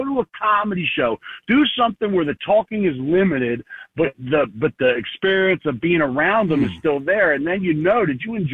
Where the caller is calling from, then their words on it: Philadelphia, Pennsylvania, United States; We're from Philadelphia.